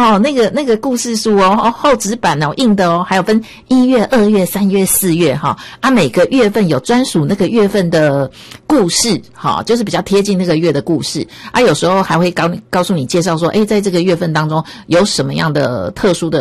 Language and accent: Chinese; Taipei, Taiwan; 尤其是以我们台北人来讲的话，